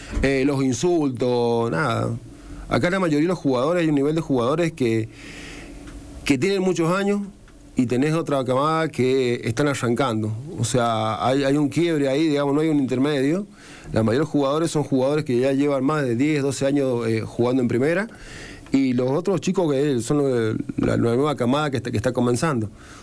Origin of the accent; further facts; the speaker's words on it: Chimbas, San Juan, Argentina; now in Rawson, Argentina; Yo soy de Chimba, vivo ahí en el barrio Parque Independencia, bueno, hoy no vivo en Rawson, pero me he criado ahí